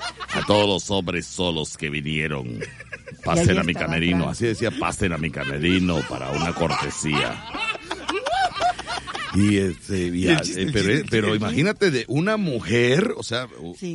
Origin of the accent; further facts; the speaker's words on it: Veracruz, Mexico; Le digo, no, de Veracruz.